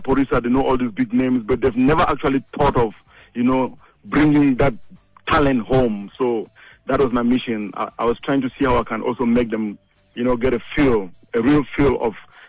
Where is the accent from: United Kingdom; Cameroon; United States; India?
Cameroon; English is a second language; You know, like you rarely know, I'm from Cameroon.